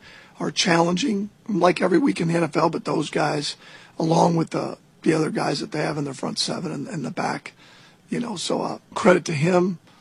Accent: Midwest, United States; I grew up in the Midwest, you know, with the Packers and the Bears and the Vikings and the Lions.

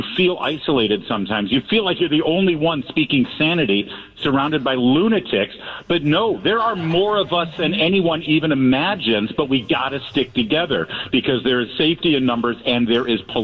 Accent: Corona del Mar, California, United States; Listen, I grew up in Corona del Mar. My parents were in Laguna Beach.

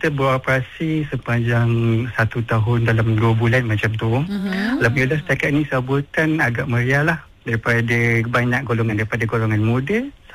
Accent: East Coast, Malaysia; now in Shah Alam, Malaysia; saya sebagai seorang anak perantau. Saya rindulah masakan kampung, tradisi kampung apa semua daripada actually saya daripada Pantai Timur.

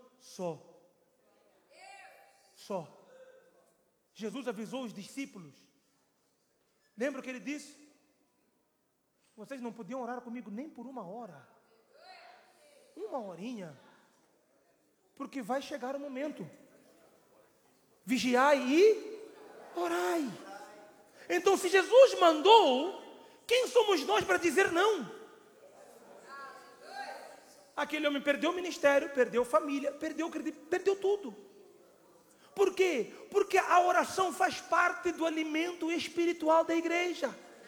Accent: Mozambique; Há uns anos, foi um pastor em minha terra, Moçambique. E ele era do Rio de Janeiro. Esse pastor chegou na minha terra

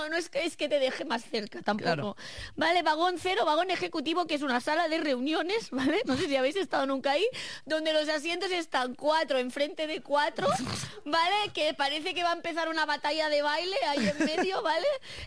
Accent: Catalonia, Spain; yo pensaba que no podía ser más catalana, pues ahora soy más catalana aún.

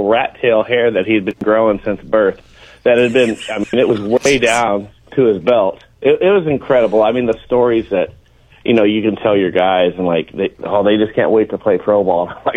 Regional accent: West Coast, United States; You know, I grew up on the West Coast watching the Dodgers, the Giants, the A's, and all those teams

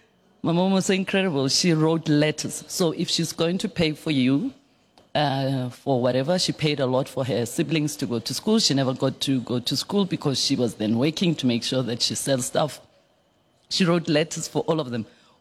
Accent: Atteridgeville, Gauteng, South Africa; born there; So I was born in Atteridgeville. In a very big family, my grandmother's home, we were all living there.

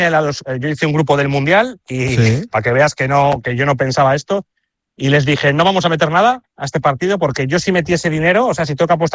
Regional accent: Spain; aprovechando que estamos en la final, que somos españoles

